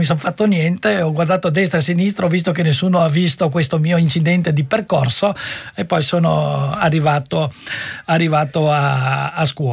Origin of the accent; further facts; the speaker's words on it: Koper, Slovenia; also born or lived in Rijeka, Croatia / Trieste, Italy; dal 1972 Capodistria è la mia casa, ma io sono fiumano di nascita.